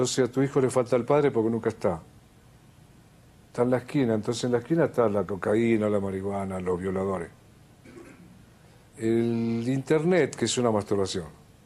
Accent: Argentina; moved away as an adult; Yo no me quedé nunca en un lugar. Pero primero yo no salí como exiliado de Argentina, yo salí a conocer el mundo.

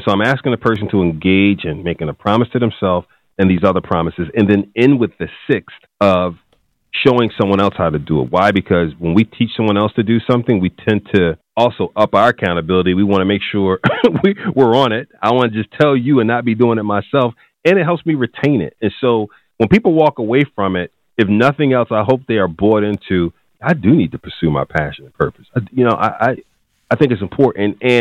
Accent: Philadelphia, Pennsylvania, United States; Well, you know, North Philly was tough back then. 8th and Butler was considered at that time, man, the drug capital of the world

